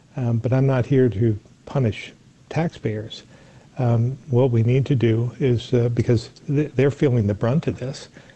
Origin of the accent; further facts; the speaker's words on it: Barre, Vermont, United States; you can look at it right here in central Vermont. I grew up in Barrie, and when you look outside the window at the State House, you can see Montpelier High School